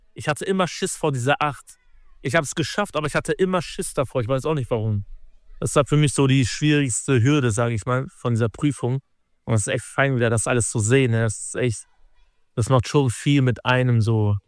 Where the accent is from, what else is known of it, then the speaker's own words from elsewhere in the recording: Osnabrück, Lower Saxony, Germany; moved away as an adult; Ich war hier auf der Heiligenweg-Schule. Ich bin in Osnabrück geboren und dann bis ich 19 war, war ich tatsächlich so Schinkelaner.